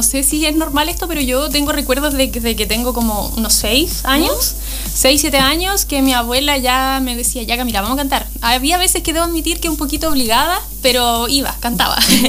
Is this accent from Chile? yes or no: yes; Bahía Murta, Aysén, Chile; Yo nací en Puerto Aysén, pero me crié hasta los 10 años en un pueblito llamado Bahía Murta.